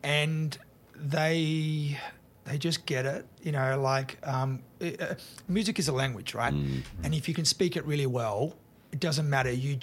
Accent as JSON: {"language": "English", "town": "Launceston", "region": "Tasmania", "country": "Australia", "tie": "born or raised there", "said": "I'm a country boy. I'm from Launceston. I grew up on a farm."}